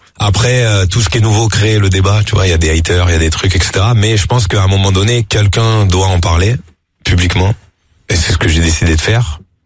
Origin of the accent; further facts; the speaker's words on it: Marseille, Provence-Alpes-Côte d'Azur, France; Ben, je viens de Marseille